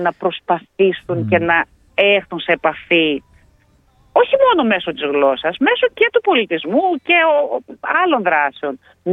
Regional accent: Orestiada, Eastern Macedonia and Thrace, Greece; moved away as an adult; also born or lived in Thessaloniki; now in Melbourne, Australia; Γεννήθηκα και μεγάλωσα στην Ορφέαδα και τελείωσα σχολείο. Το τελείωσα εκεί το σχολείο. Δηλαδή, μέχρι και τα 18 ήμουν στην Ορφέαδα. Μετά έφυγα για σπουδές στη Θεσσαλονίκη και έμεινα στη Θεσσαλονίκη και μετά Μελβούρνη.

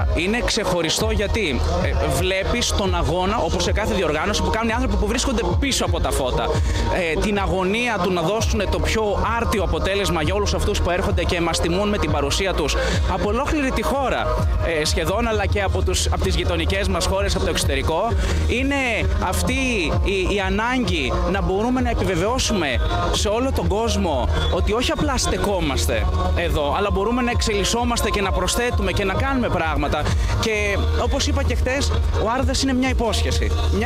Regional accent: Mandra, Eastern Macedonia and Thrace, Greece; Κατάγομαι από ένα χωριό της Ξάνθης στη Μάνδρα. Είναι ένα μικρό μικρασιατικό χωριό στον κάμπο κοντά στη θάλασσα. Θρακιώτης συνεχίζω να είμαι από επιλογή, φανατικά.

